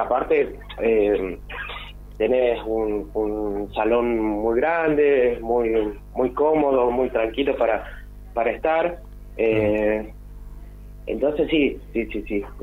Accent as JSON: {"language": "Spanish", "region": "Catamarca", "country": "Argentina", "tie": "born or raised there", "said": "Bueno, yo soy nacido y criado en Catamarca, yo"}